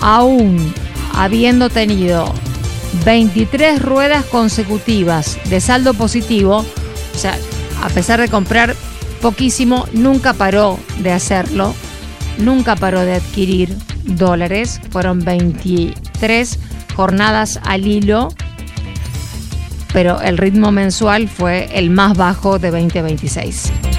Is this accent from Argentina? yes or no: yes; Argentina; uno como argentino